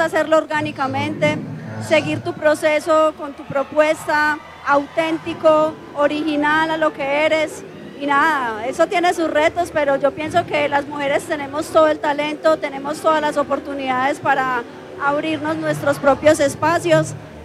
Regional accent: Colombia; como nací en Colombia, siempre me crié escuchando porros, gaitas y cumbias y salsa.

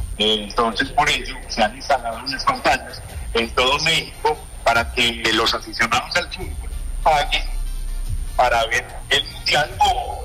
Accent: Colombia; como colombiano lo digo

